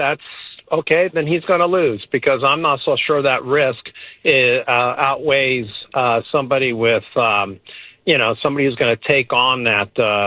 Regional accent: Cupertino, California, United States; I grew up in Cupertino

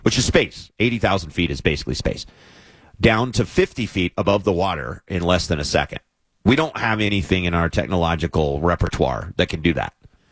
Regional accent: Arizona, United States; growing up in Arizona, which is a high hot spot.

